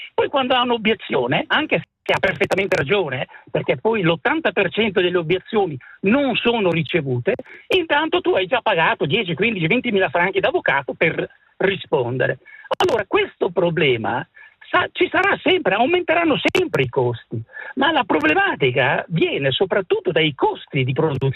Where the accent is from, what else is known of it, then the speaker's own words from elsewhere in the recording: Geneva, Switzerland; Sono cresciuto nel Canton Ginevra, poi lavorando per un'azienda internazionale ho girato un po' il mondo per lavoro.